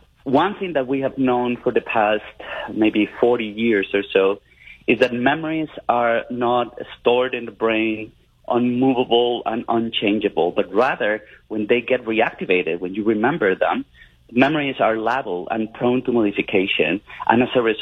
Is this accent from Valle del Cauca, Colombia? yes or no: no; Bogotá, Colombia; I'm from Colombia. I grew up in the 1980s and 1990s in a very, very violent country in a very violent city, which was Bogotá.